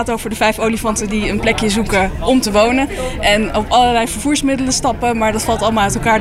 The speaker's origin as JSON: {"language": "Dutch", "town": "Lelystad", "region": "Flevoland", "country": "Netherlands", "tie": "born or raised there", "said": "ik kom uit Lelystad"}